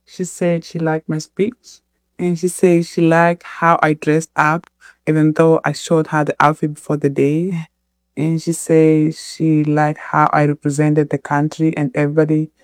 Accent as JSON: {"language": "English", "town": "Mumias", "region": "Kakamega County", "country": "Kenya", "said": "I'm from Ushagro. Mumias, Kakamega, Harambee, Mukwea."}